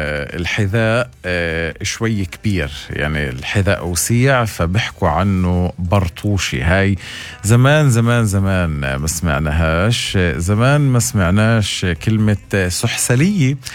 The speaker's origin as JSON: {"language": "Arabic", "country": "Palestine", "accent": "Palestinian", "said": "كلمات فلسطينيه، كلمات من لهجتنا العربيه"}